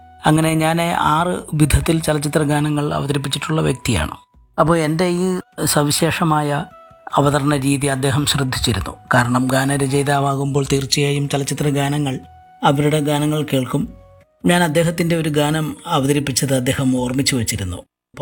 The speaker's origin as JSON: {"language": "Malayalam", "town": "Aryankavu", "region": "Kerala", "country": "India", "tie": "born there", "also_born_or_lived": "Kanchiyode, Thiruvananthapuram district / Thirumala, Thiruvananthapuram", "accent": "Kollam district", "said": "പക്ഷേ ഞാൻ വളർന്നതൊക്കെ 7 വയസ്സ് മുതൽ ആര്യങ്കാവിലാണ്. അതുകൊണ്ട് എൻ്റെ സംസാര രീതിയും മറ്റ് പെരുമാറ്റ രീതിയും ഒക്കെ കൊല്ലം ജില്ലയുടെ ഒരു സവിശേഷതയായിട്ടാണ്."}